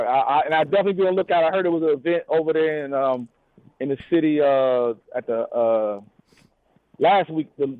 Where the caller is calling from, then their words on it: Myrtle Beach, South Carolina, United States; I'm calling from Myrtle Beach right now, but I live in Triple Hills.